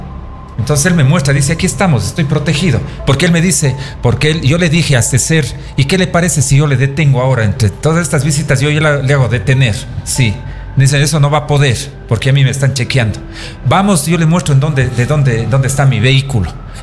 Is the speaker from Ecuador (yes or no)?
yes; Ecuador; yo soy ecuatoriano